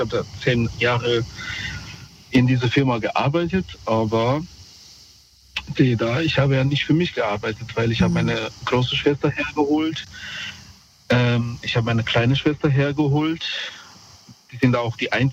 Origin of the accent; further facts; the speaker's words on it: Mainz, Rhineland-Palatinate, Germany; also ich komm aus Mainz, ne, sagen wir mal Platz 1 in Mainz